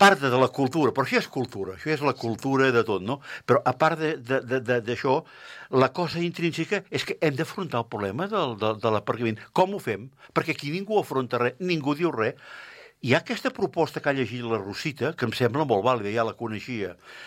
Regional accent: Catalonia, Spain; jo soc de Can Fidué, tu. Llavors vaig anar a viure al carrer Tomàs Borrell. Ara foto una casa allà davant, tu, allà a Can Prat

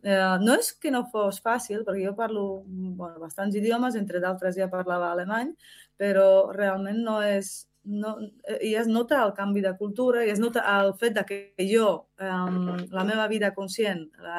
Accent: Slovakia; Catalan is a second language; also born or lived in Czechoslovakia; now in Sant Feliu, Spain; Jo soc d'origen eslovaca. Vaig néixer a l'antiga Txecoslovàquia, que formava part dels països socialistes.

